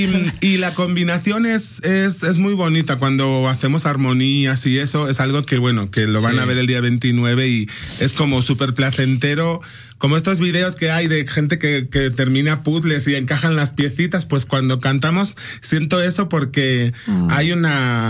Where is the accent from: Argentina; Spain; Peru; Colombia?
Spain; now in Mexico; O sea, los mexicanos me notan que soy español, pero cuando llego a España me dicen, pero ¿y ese acento que te traes?